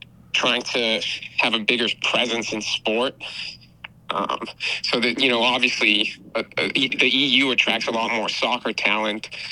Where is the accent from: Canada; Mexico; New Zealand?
Mexico; now in Oberlin, United States; I tell people I'm from Mexico